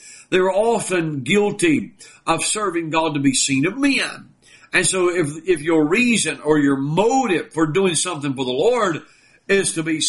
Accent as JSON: {"language": "English", "country": "United States", "said": "I am an American citizen"}